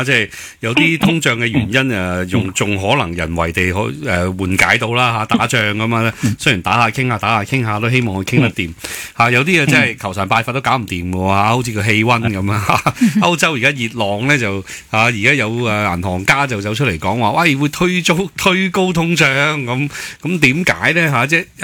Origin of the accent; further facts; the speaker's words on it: Foshan, Guangdong, China; 我家鄉佛山